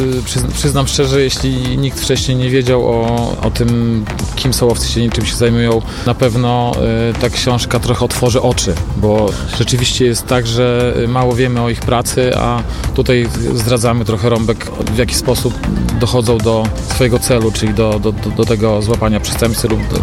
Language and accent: Polish; Białystok, Podlaskie Voivodeship, Poland; born there; moved away as an adult; now in Warsaw, Poland; Ja jestem urodzony w Białymstoku. Tutaj też zaczynałem swoją pracę dziennikarską, więc zawsze do Białegostoku chętnie wracam, jak tylko mogę. Tutaj mam też rodzinę, przyjaciół.